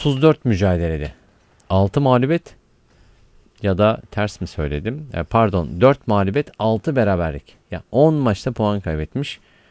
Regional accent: Iğdır, Turkey; Benim de memleketim Iğdır

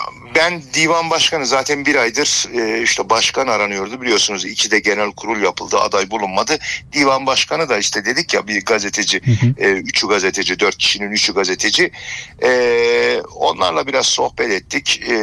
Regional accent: Sivas, Turkey; bir Sivaslı olarak

